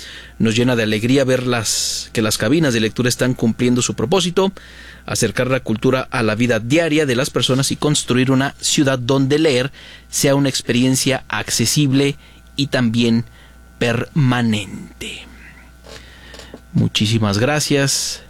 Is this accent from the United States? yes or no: no; Morelia, Michoacán, Mexico; a los que somos de Morelia, a los que vivimos en Morelia